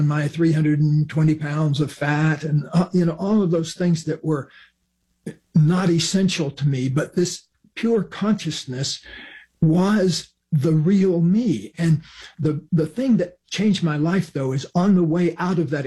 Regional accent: the South, United States; I had the great good fortune of growing up in the South next door to my grandmother

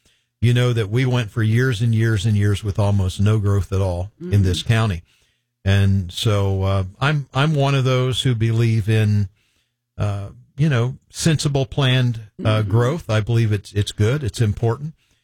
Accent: Hobe Sound, Florida, United States; Amazing growing up in Hope Sound.

